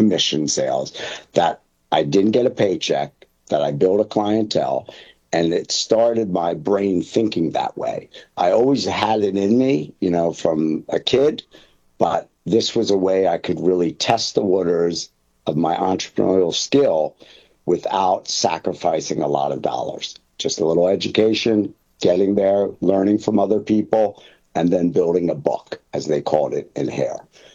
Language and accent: English; Philadelphia, Pennsylvania, United States; But anyway, I'm from Philadelphia. That's where I'm originally from.